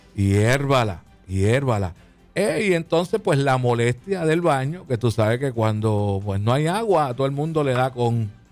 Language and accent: Spanish; Puerto Rico; porque nosotros somos boricua y el boricua es otra cosa.